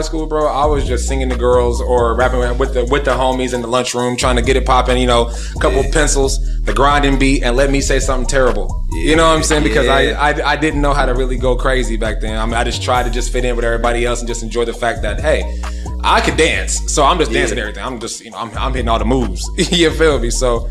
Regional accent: Dallas, Texas, United States; accent: Southern; now in Midwest, United States; I'm from Dallas. You know, I still got some Southern in me, and I live in the Midwest.

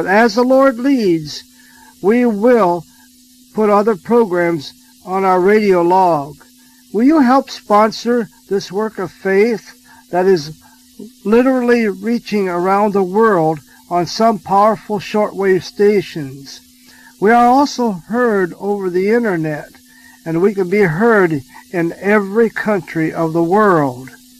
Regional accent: Ohio, United States; moved away as an adult; now in San Benito, Texas, United States; I'm from Ohio originally, and that's how I got down here, by coming by faith to be a missionary.

